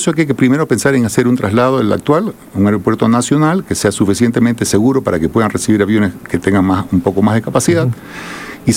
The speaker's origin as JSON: {"language": "Spanish", "town": "Cuenca", "region": "Azuay", "country": "Ecuador", "also_born_or_lived": "Guayaquil", "said": "soy cuencano también, soy mitad cuencano, mitad guayaquileño. Entonces, me quiero a las dos ciudades"}